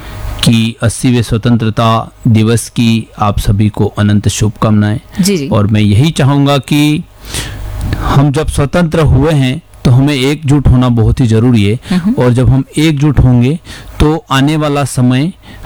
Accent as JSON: {"language": "Hindi", "region": "Rajasthan", "country": "India"}